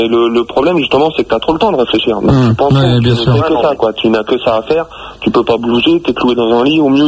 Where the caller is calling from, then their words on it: Chelles, Île-de-France, France; moi je suis de Chelles